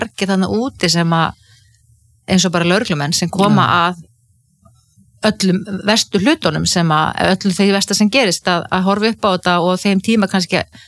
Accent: Ísafjörður, Westfjords, Iceland; ég óttaðist sjóin sem kannski líka tengist því að ég alveg upp á Ísafirði þar sem voru tíu sjóslis og menn drukknuðu

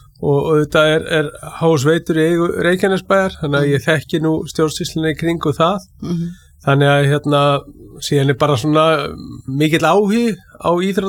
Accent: Keflavík, Southern Peninsula, Iceland; ég er Keflvíkingur og hérna við eigum auðvitað, hérna, Keflavík og Njarvík

